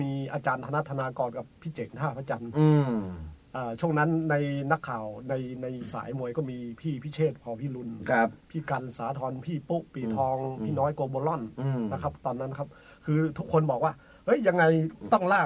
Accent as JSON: {"language": "Thai", "region": "Lampang", "country": "Thailand", "said": "ผมก็คิดว่าผมไม่ได้นะผมก็กลับบ้านที่ลำปาง"}